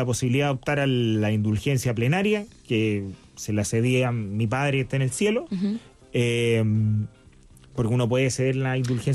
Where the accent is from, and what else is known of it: Chile